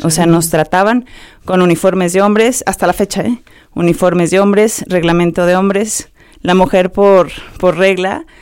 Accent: Mexico

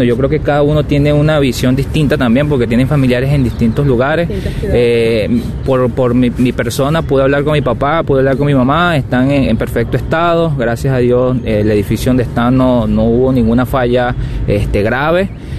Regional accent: Venezuela; Como venezolanos estamos autoconvocados, siempre llevando, digamos, ese cariño por los venezolanos que están dentro de Venezuela

